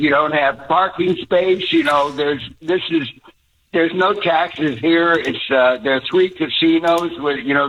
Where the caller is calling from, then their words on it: Coeur d'Alene, Idaho, United States; I live in Coeur d'Alene, Idaho